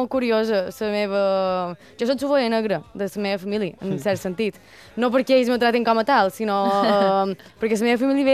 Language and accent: Catalan; Manacor, Balearic Islands, Spain; De Manacó, crec que se nota